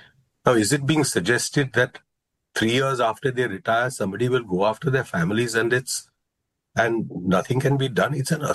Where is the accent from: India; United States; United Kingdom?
India; A threat is issued to me as an Indian citizen.